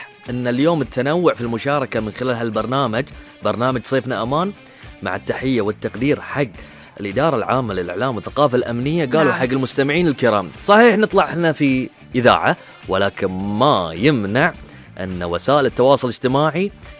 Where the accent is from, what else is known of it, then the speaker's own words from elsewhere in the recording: Bahrain; احنا في مملكه البحرين